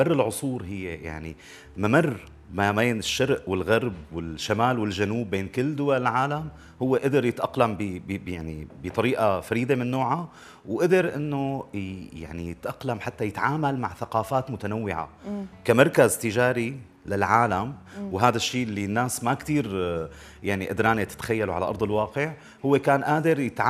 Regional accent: Syria; واكبر دليل على هذا الكلام الأسواق التاريخية الموجودة عندنا بسوريا.

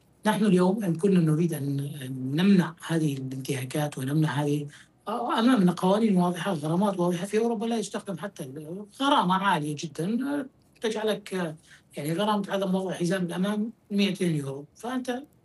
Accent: Syria; نحن كسوريين

